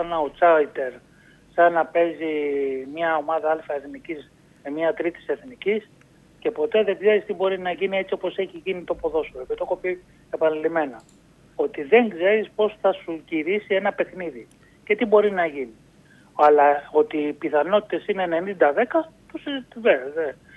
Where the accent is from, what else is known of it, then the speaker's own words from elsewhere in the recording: Aigaleo, Attica, Greece; born there; Εγώ γεννήθηκα στο Εγάλαιο.